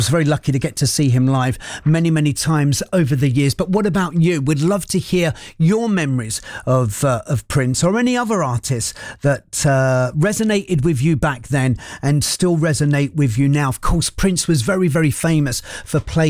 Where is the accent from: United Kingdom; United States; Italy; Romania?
United Kingdom; London; So I grew up in Southwest London. We had venues for every night of the week.